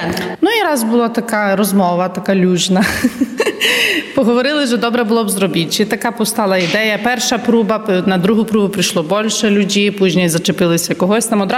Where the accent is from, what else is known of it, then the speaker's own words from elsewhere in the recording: Rivne, Rivne Oblast, Ukraine; moved away as an adult; now in Poland; Я сама походжу родом з України, з міста Рувне. Ну і вже тут зараз осінню буде 18 літ, як живу в Лощинці.